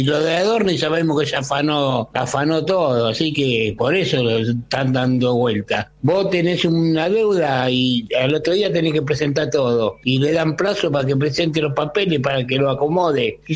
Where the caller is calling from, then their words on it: Ranelagh, Buenos Aires Province, Argentina; Yo vivo acá en Ranela